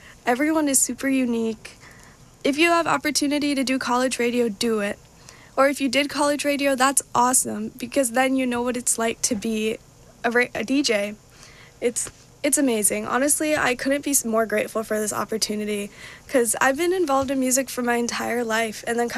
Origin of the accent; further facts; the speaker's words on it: India; Okay, I'm Indian, and it sounded like kind of like hymns, kind of like old Indian music.